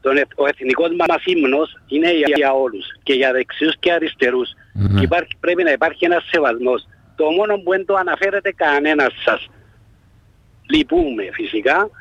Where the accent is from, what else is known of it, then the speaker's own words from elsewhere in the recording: Paphos, Paphos District, Cyprus; Μην πάφω.